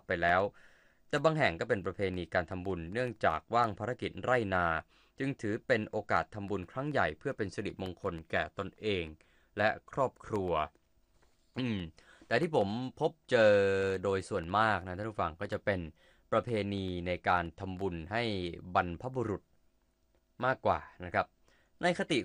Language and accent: Thai; Central Thailand, Thailand; แต่ผมเนี่ยในฐานะที่เป็นคนภาคกลางเราก็ได้ยินมานานนะประเพณีศาสตร์เดือน10